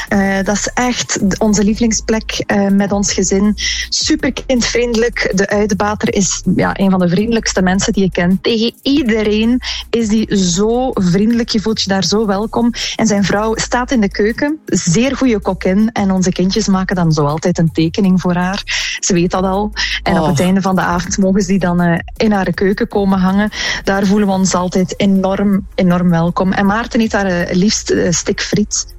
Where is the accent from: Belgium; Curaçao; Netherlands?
Belgium; Ruddervoorde, West Flanders; Ik ben ook een kind van de zee. Allee, eigenlijk ben ik van Ruddervoorde, klopt niet helemaal, maar wel opgegroeid.